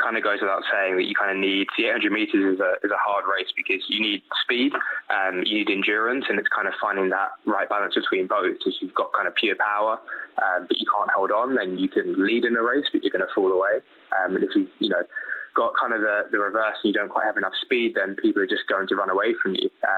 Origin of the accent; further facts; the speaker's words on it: United Kingdom; as a Brit kind of watching from over the pond